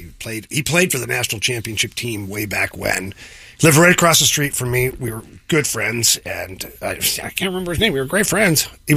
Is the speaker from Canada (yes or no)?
yes; Canada; we're from Canada.